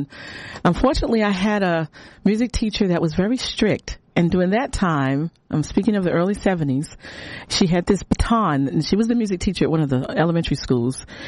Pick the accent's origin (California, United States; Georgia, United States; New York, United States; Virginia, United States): Virginia, United States; Suffolk; I grew up in Suffolk, Virginia. So I'm a Southern girl.